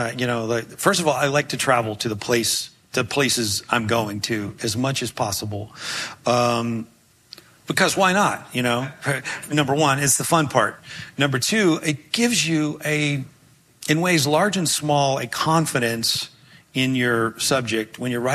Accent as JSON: {"language": "English", "town": "Memphis", "region": "Tennessee", "country": "United States", "tie": "born or raised there", "moved": "yes", "said": "I grew up in Memphis, just downriver from here."}